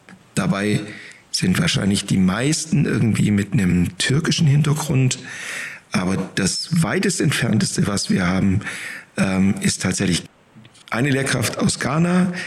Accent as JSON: {"language": "German", "region": "Swabia", "country": "Germany"}